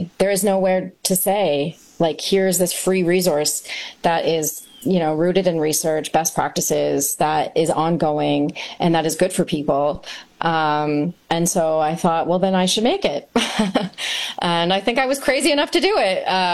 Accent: Fort Erie, Ontario, Canada; and I'm from Ridgeway, Fort Erie, so to me, bringing the Willow home to my hometown feels like always was my plan.

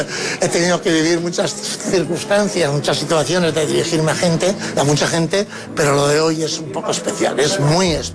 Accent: Miranda de Ebro, Castile and León, Spain; es mi pueblo. Entonces, con ganas de hacerlo bien y con ganas de transmitir a mis paisanos cómo veo yo Miranda

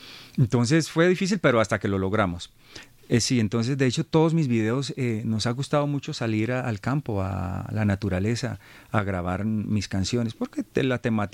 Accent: Boyacá, Colombia; donde yo me crié al norte de Boyacá, límites entre Guavita y Capitanejo, allá por el río Chicamocha

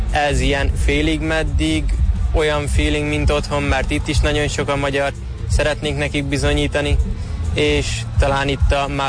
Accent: Paks, Tolna, Hungary; Nem, paksi vagyok

